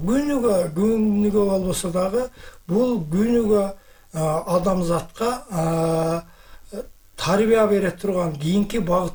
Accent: Osh Region, Kyrgyzstan; born there; Алайда туулган.

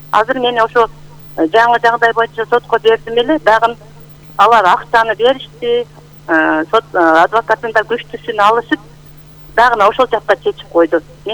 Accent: Kenesh, Osh Region, Kyrgyzstan; Ош облусу Карасу району Салай айылы өкмөтүнүн Кеңеш айылынын тургуну болом. Мен 1966 жылы 28 августта туулганмын ошол жерде.

